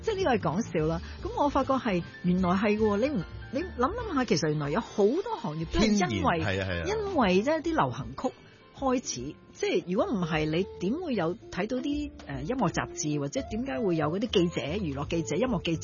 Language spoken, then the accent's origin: Cantonese; Hong Kong; 我哋香港人